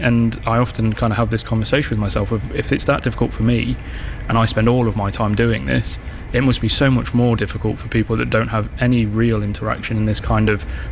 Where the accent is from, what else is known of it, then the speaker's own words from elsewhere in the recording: United Kingdom; moved away as an adult; now in Brighton, United Kingdom; I was relocated for work down to Brighton, which, if my accent doesn't give me away too much, I'm not from even this far south, I'm from further north of here.